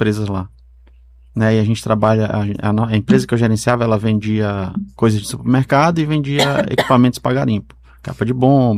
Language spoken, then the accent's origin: Portuguese; Roraima, Brazil; also born or lived in Amazonas, Brazil / Georgetown, Guyana; Ex-amazonense, eu sou roraimense.